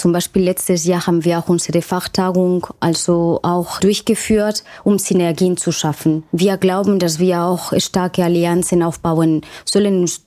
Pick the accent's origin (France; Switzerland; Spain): Spain; now in Berlin, Germany; ich komme aus Spanien.